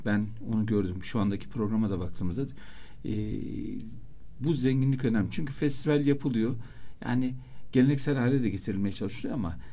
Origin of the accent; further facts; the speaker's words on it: Sivas, Turkey; Bir de şu var, biz Sivaslıyız. İstanbul'da mesela Sivaslı çok.